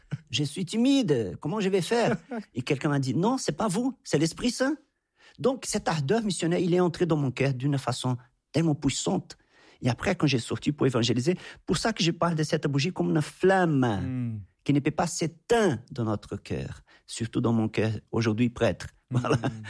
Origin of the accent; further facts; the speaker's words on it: Anápolis, Goiás, Brazil; j'ai retourné chez moi à Goiás, à Anápolis.